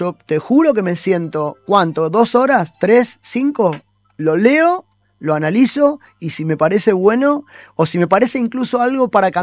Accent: San Martín, Buenos Aires Province, Argentina; yo soy lo voy a decir así, yo soy un negro de San Martín.

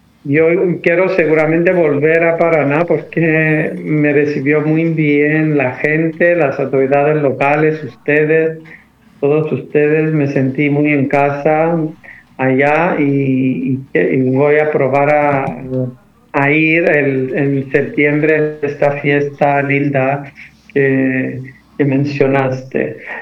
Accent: Cyprus; moved away as an adult; now in Buenos Aires, Argentina; no me siento que estoy fuera de mi ciudad natal en Chipre

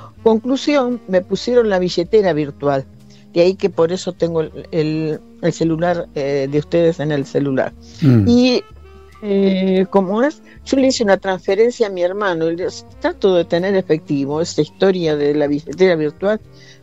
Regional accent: Argentina; me da vergüenza decirlo como ciudadana argentina, señora mayor

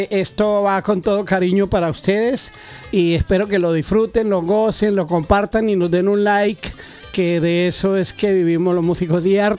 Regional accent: Colombia; Como colombianos, uno sale del país, lo primero que le piden es cumbia

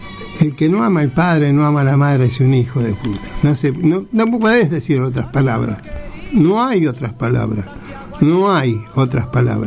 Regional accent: Argentina; Nieto de Calabres. Hoy me preguntaban qué raza soy. Si soy argentino. Nieto de 4 Thanos y los 4 Calabreses.

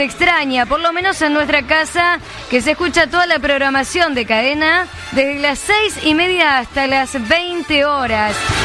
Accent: Carnerillo, Córdoba, Argentina; Soy de Carnerillo.

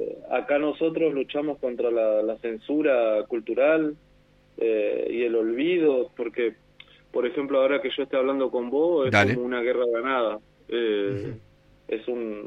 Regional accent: Argentina; somos parte de un mismo lugar, digamos, somos parte de la Argentina.

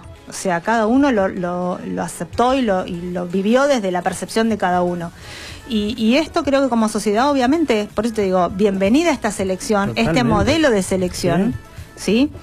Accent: Argentina

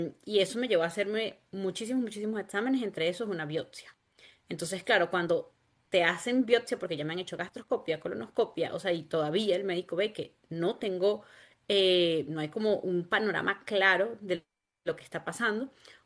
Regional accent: Caracas, Capital District, Venezuela; moved away as an adult; now in Quebec, Canada; el ritmo de Caracas, que es mi ciudad natal y era donde yo vivía antes de venir acá, es un ritmo súper, súper acelerado. Yo además vivía como en la zona metropolitana de Caracas

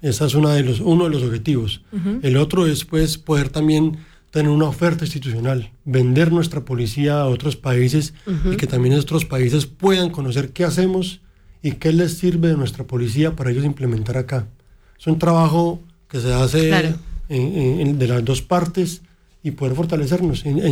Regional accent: Coffee Axis, Colombia; Yo soy colombiano, soy de una zona del eje cafetero en Colombia, uh-huh, un país que internamente ha sido marcado por temas de violencia, uh-huh, hace mucho tiempo

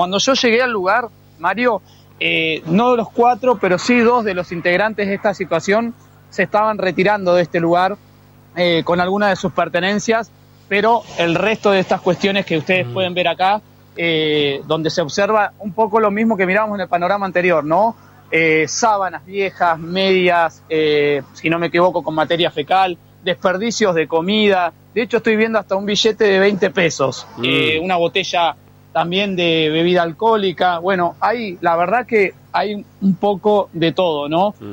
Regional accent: Cipolletti, Río Negro, Argentina; yo al ser una persona nacida y criada en Cipolletti

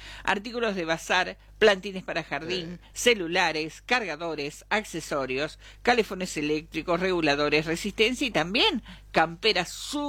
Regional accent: Victoria, Entre Ríos, Argentina; now in Las Cuevas, Argentina; de Victoria, pero vivo en Las Cuevas.

